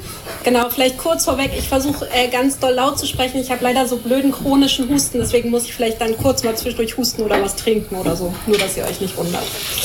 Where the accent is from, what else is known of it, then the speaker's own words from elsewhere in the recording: Lower Saxony, Germany; born there; Genau, ihr wisst schon, ich bin im Wendland geboren. Da ist einfach ein Umfeld, was so sehr widerständig alternativ ist.